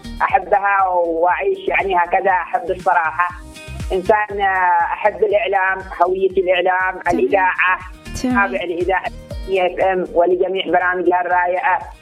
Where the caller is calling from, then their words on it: Al-Milah District, Lahj, Yemen; من محافظة لعج مديرية الملاح منطقة نخلين.